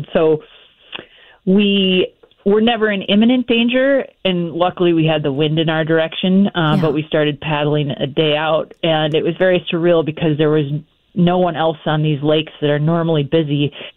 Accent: Duluth, Minnesota, United States; I grew up in Duluth, and we have a family cabin on Lake Vermilion, which is just south and west of the Boundary Waters.

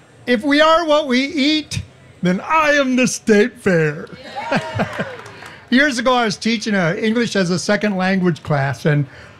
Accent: Minnesota, United States; I'm from Minnesota.

